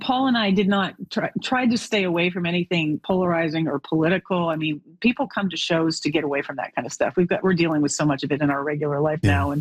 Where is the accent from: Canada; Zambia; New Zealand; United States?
Canada; Alberta; So it blends growing up in Alberta